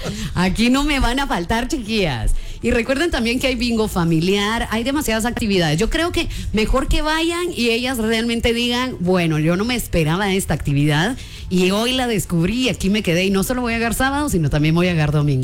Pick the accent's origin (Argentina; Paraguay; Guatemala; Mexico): Guatemala; así somos los chapines.